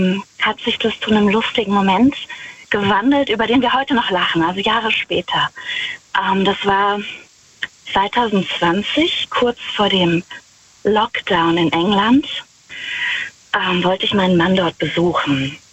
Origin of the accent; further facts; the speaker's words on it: Rhineland-Palatinate, Germany; Ich fahre gleich an der Abtei Himmerod vorbei. Ich bin aus der Nähe von Wittlich.